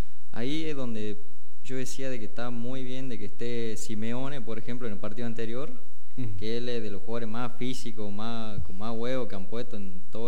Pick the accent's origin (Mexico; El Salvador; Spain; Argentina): Argentina; todos los argentinos hinchamos por Paraguay